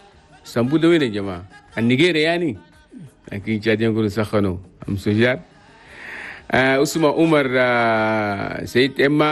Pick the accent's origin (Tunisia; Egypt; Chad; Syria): Chad; العالم وخاصة 23 ولاية بلدنا تشاد